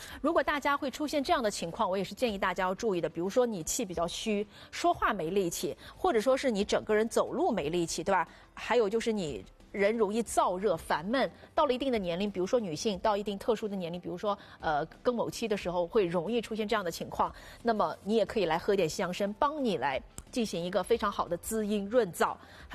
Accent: Jiangxi, China; 我是江西人，我们江西人是很能吃辣的。

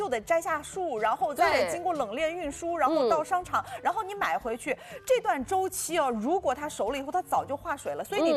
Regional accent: China; 这是我们中国人这么多年总结出来的

